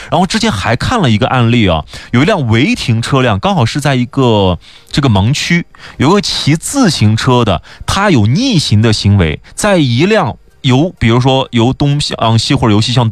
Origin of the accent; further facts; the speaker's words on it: Xinjiang, China; 尤其我们新疆地大物博，大家开车会发现一路。我们新疆话叫一路脑下去